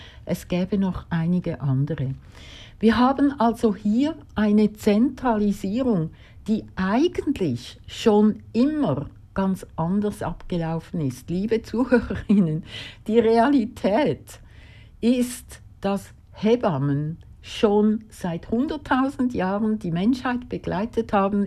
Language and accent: German; Zurich, Switzerland; die Zürcher und Zürcherinnenbevölkerung, also wir, die Steuerzahlerinnen